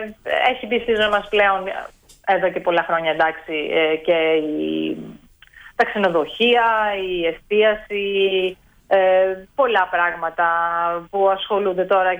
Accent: Pinakates, Thessaly, Greece; now in Milies, Greece; Εγώ είμαι μόνιμη κάτοικος. Εγώ είμαι ερωτική μετανάστη στις μηλιές. Η καταγωγή μου είναι από τις Πινακάτες, όχι πολύ πολύ.

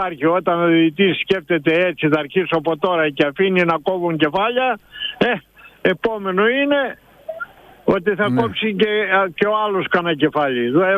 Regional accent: Karditsa, Thessaly, Greece; Που στο χωριό μου στην Καρδίτα.

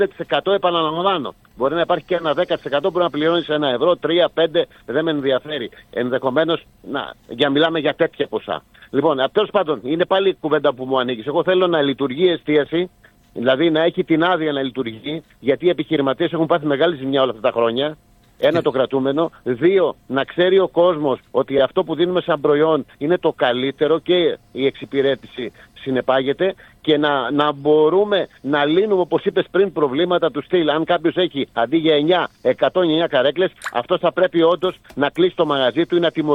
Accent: Greece; επειδή είμαστε Έλληνες

